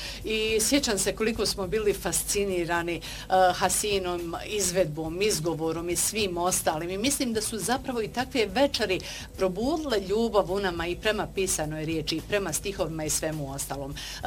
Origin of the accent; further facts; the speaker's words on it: Hotonj, Federation of Bosnia and Herzegovina, Bosnia & Herzegovina; I Semzovac, i Svrake, ja sam iz Hotonja, ja sam Vogošćanka.